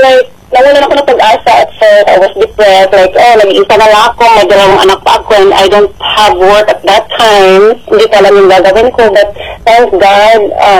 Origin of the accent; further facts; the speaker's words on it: Cebu, Central Visayas, Philippines; moved away as an adult; now in upstate New York, United States; I am from upstate New York and originally from Cebu, Philippines. So I am 41 years old